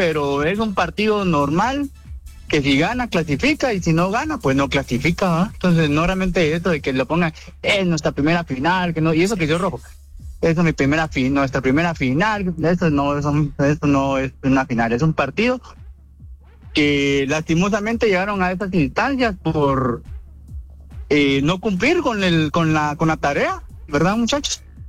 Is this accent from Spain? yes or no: no; Guatemala